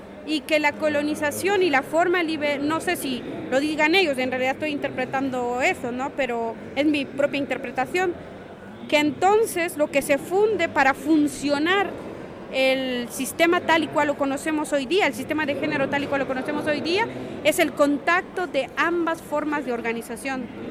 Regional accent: Guatemala; yo soy guatemalteca, no soy mexicana

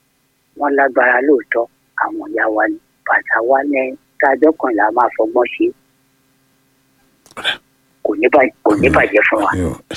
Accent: Egbado, Ogun, Nigeria; kì í ṣe pé wọ́n ní wọ́n pé nílùú níbi tí mo ti wá lẹ́gbàdo Ogun State.

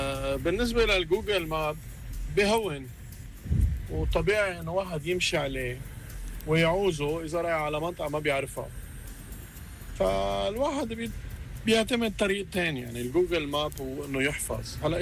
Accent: Beirut, Beirut Governorate, Lebanon; بس انا بحب اقول انه مثلا انا ابن بيروت حافظ على بيروت.

